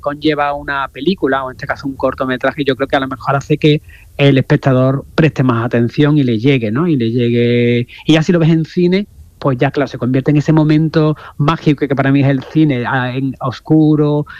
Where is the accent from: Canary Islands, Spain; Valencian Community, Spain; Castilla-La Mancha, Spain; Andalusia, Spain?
Andalusia, Spain; Yo soy una mezcla entre barroco, porque claro, soy andaluz.